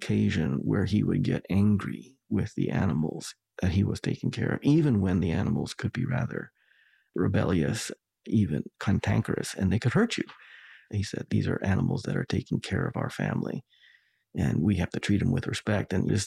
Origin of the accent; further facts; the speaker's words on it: Alberta, Canada; I grew up in Southern Alberta, and so the Rockies were my Western horizon, and it could be very windy